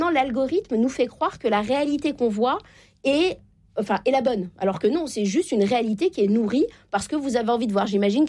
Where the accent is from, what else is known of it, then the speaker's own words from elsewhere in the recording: Normandy, France; Je viens de la Normandie.